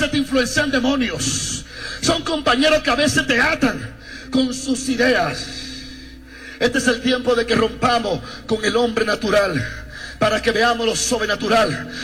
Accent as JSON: {"language": "Spanish", "country": "Dominican Republic", "said": "Yo vine de República Dominicana a decirte que no existe en el diccionario de Dios la palabra límite."}